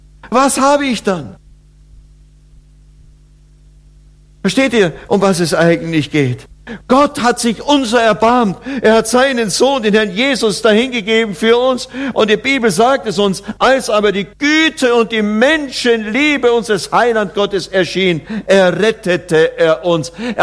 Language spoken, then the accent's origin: German; Oberammergau, Bavaria, Germany; born or raised there